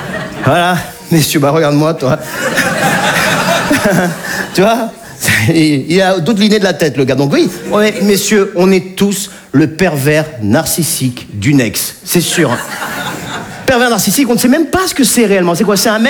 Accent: Nice, Provence-Alpes-Côte d'Azur, France

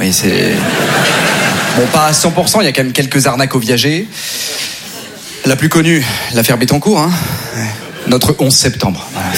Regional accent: Neuilly-sur-Seine, Île-de-France, France; Alors moi, je suis une caricature, parce que non seulement j'ai grandi à Neuilly, mais en plus dans une famille nombreuse.

